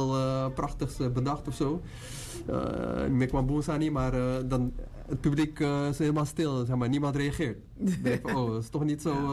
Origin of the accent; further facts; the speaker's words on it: Suriname; now in Netherlands; Ja, dus we zijn in Suriname geboren.